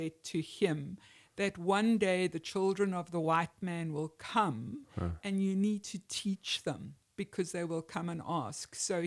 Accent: South Africa; also born or lived in Zambia; But also growing up in South Africa, I grew up during the worst of the apartheid years.

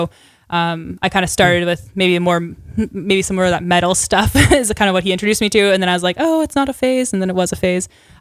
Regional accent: Dalmeny, Saskatchewan, Canada; I technically grew up like outside of Saskatoon. So I grew up in a small town called Dalmany. So it's about like maybe half hour from outskirts of Saskatoon.

